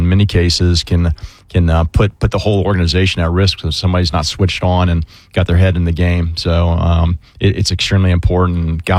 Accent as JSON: {"language": "English", "town": "Orange Park", "region": "Florida", "country": "United States", "tie": "born or raised there", "said": "But I grew up in Orange Park. You know, I moved here when I was 3, and, you know, I went to Orange Park High"}